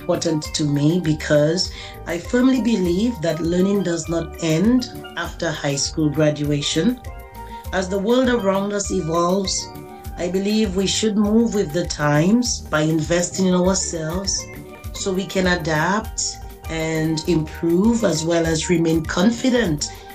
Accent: Dominica; now in United States; I am from Tedmon, Dominica, now residing in the United States. I am married with children

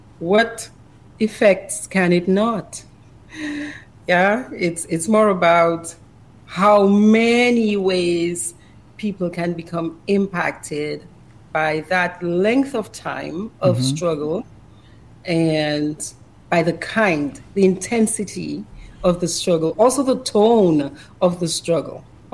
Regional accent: Cottage, Saint John, Dominica; moved away as an adult; also born or lived in Portsmouth, Dominica; now in Georgia, United States; I am Dominica. I'm every little bit of Dominica, yeah? Mm-hmm. I was born in Cottage. I'm a Jean Cottage.

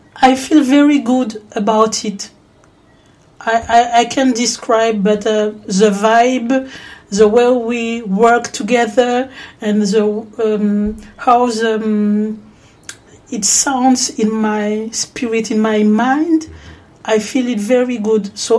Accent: Guadeloupe; first language French; English is a second language; Well, as I told you, I'm French. I'm Guadeloupean, but my mother language is French.

